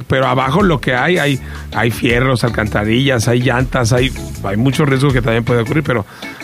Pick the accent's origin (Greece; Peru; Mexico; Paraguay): Mexico; O sea, yo soy de México, obviamente, pero no cuando vivo allá, o vivía allá.